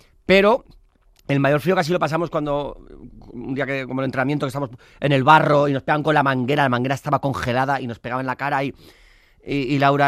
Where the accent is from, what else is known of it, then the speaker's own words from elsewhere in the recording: Basque Country, Spain; Soy vasco, sí, todo el rodaje, ¡ay, qué frío! Pero si eres vasco, si eres del norte, que soy tan vasco como friolero, que conste en acta.